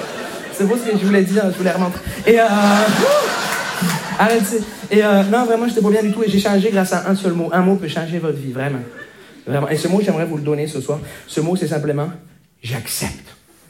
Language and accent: French; Montreal, Quebec, Canada; je viens de Montréal.